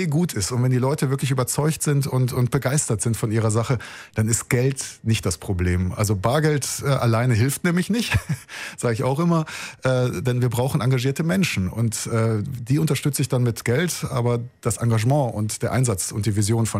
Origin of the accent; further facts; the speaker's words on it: Wuppertal, North Rhine-Westphalia, Germany; ich bin aufgewachsen in Wichlinghausen in einer sehr aktiven, engagierten Gemeinde